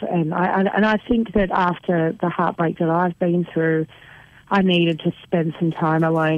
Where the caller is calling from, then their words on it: Newcastle, New South Wales, Australia; From Newcastle.